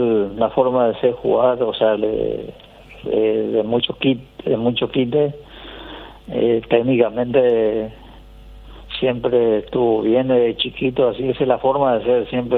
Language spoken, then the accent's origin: Spanish; Coronel Martínez, Guairá, Paraguay; born there; Nosotros nacimos en Coronel Martínez.